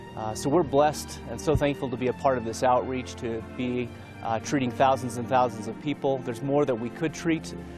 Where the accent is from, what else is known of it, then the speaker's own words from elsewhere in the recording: United States; I'm from the United States, and this is my first outreach with Jewish Voice.